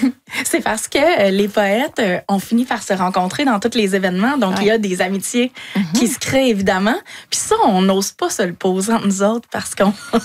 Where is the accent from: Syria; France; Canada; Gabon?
Canada; Shawinigan, Quebec; Pourtant, moi, je viens de Shawinigan, là, donc j'étais souvent au Festival international de la poésie de Trois-Rivières